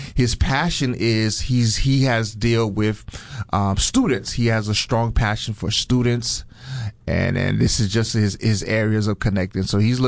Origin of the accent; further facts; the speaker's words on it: Fort Lauderdale, Florida, United States; born there; moved away as an adult; also born or lived in Haiti / Tupelo, Mississippi; now in Mobile, United States; born in Haiti, raised in Fort Lauderdale, Florida. From Fort Lauderdale, Florida, matriculated to, came here to Alabama for school.